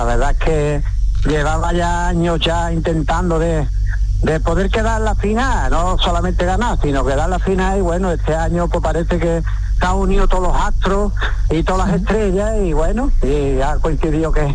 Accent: Paterna, Valencian Community, Spain; siempre que voy por ahí, pues … es de Paterna, ¿no? O sea, no reniego de mi tierra, ¿sabes?

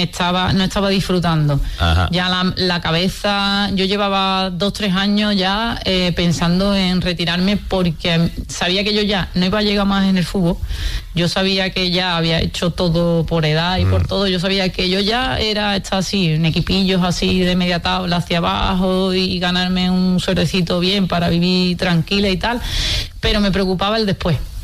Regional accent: Coria del Río, Andalusia, Spain; also born or lived in Tomares; now in San Juan de Aznalfarache, Spain; yo siempre obviamente llevo a Coria por bandera porque me siento coreana, aunque actualmente viva en San Juan y llevo varios años viviendo aquí en San Juan y vivió también en Tomares

